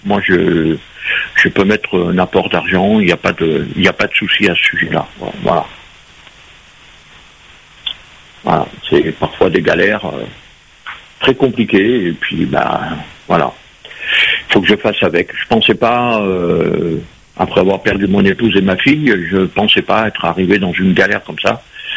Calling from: France; Alors, je suis en métropole. J'ai 73 ans.

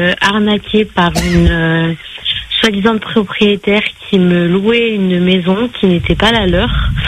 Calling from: Lyon, Auvergne-Rhône-Alpes, France; je vous appelle de la France.

